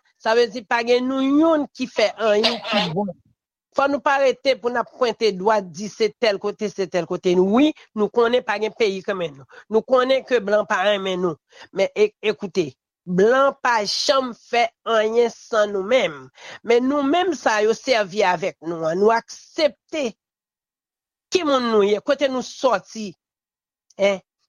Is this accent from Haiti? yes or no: yes; Haiti; Et moi-même, en tant qu'Haïtien